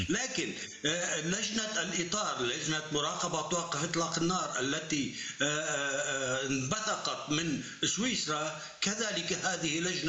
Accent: Lebanon; علينا أن نكون واثقين بأنفسنا نحن كلبنانيين

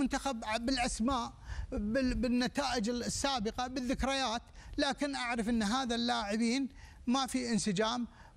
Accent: Saudi Arabia; يرضينا أو يرضي الشارع السعودي

